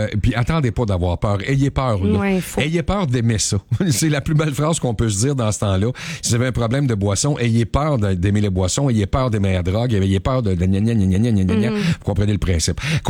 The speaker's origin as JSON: {"language": "French", "region": "Quebec", "country": "Canada", "said": "Tu sais que ça, c'est chez nous au Québec, c'est une mode."}